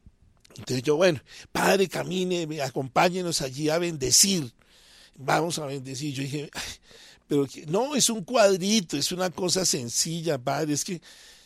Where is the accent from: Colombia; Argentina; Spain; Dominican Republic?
Colombia; Bogotá; yo soy bogotano, pero me la he pasado casi siempre en tierra caliente.